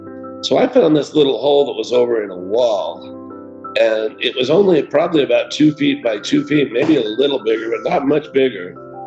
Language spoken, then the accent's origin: English; Salt Lake City, Utah, United States; born or raised there